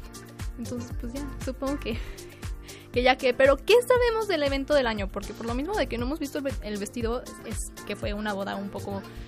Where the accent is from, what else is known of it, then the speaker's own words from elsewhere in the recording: Mexico; como mexicanos sabemos que no vamos a llegar a la Copa